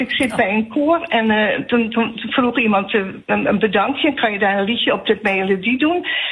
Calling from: North Holland, Netherlands; ik kom zelf ook uit de Zaanstreek.

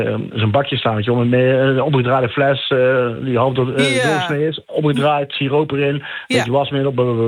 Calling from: Eersel, North Brabant, Netherlands; uit Eersel.

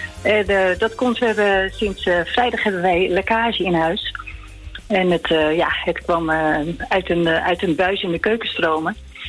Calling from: Voorhout, South Holland, Netherlands; Ik woon in Voorhout.

